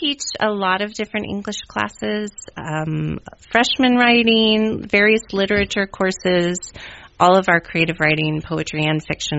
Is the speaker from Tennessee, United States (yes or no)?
yes; Chattanooga, Tennessee, United States; moved away as an adult; also born or lived in New York / The Gambia / Montana / Arizona; now in Ripon, United States; So I grew up in Tennessee, and then I went to a small private liberal arts college in New York, and then I was in the Peace Corps in West Africa in a tiny little country called the Gambia.